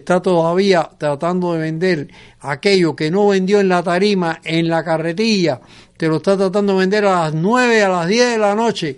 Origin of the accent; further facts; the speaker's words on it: Cuba